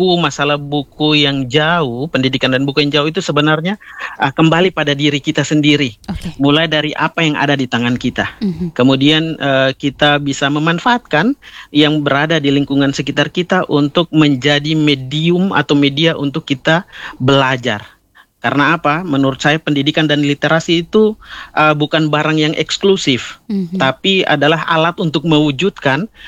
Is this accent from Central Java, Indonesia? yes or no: no; Alor, East Nusa Tenggara, Indonesia; kita anak Alor jauh